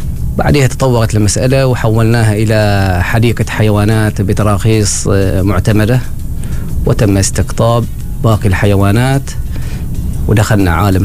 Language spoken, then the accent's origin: Arabic; Bahla, Ad Dakhiliyah, Oman; القاطنين على هذا البلد يتعامل مع الحيوانات سواء من خلال مزارعهم وغيره، فإحنا ترعرعنا في بيئة مليئة بالحيوانات وجو المزارع، وبدأت النشأة مع الحيوانات المستأنسة تتربى في المنازل والمزارع.